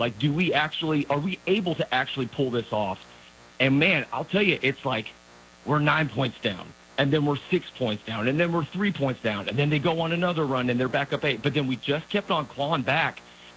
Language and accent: English; Lexington, Kentucky, United States; now in Atlanta, United States; Born and raised in Lexington, went to UK, lifelong fan, and I live in Atlanta now, and I went to the game last night.